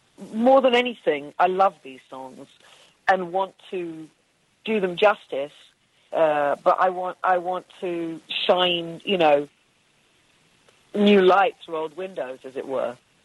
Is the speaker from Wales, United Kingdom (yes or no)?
yes; Wales, United Kingdom; being Welsh.